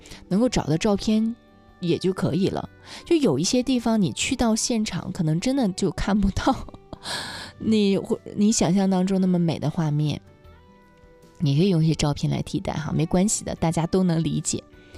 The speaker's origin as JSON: {"language": "Chinese", "town": "Dalian", "region": "Liaoning", "country": "China", "said": "而且其实作为大连人来说"}